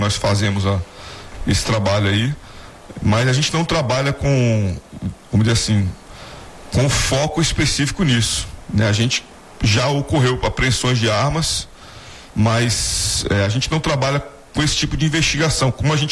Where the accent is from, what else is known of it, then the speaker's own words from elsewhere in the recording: Pernambuco, Brazil; Eu sou pernambucano, minha família é toda do Nordeste, minha família é de Maceió.